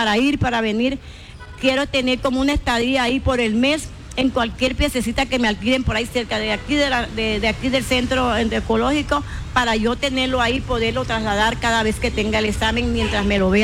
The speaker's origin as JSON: {"language": "Spanish", "town": "San Juan Nepomuceno", "region": "Bolívar", "country": "Colombia", "said": "vengo de San Juan de Pomuceno, vivo en una vereda y en San Juan"}